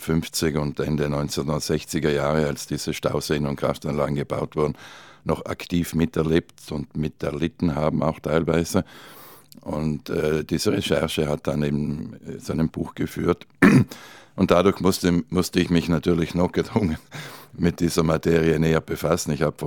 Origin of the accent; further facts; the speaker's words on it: Trentino-Alto Adige, Italy; Bei uns in Südtirol gehört natürlich der Reschenstausee, nicht mit dem Kirchturm, der da herausschaut.